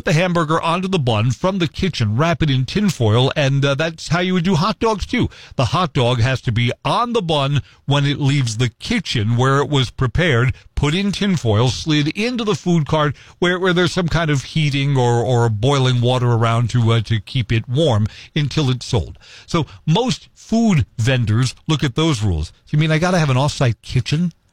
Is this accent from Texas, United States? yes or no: no; Brooklyn, New York, United States; If you've ever lived in a big city, Like I have. I mean, I grew up in Brooklyn. I know all five boroughs of New York, Manhattan, Staten Island, the Bronx, Queens.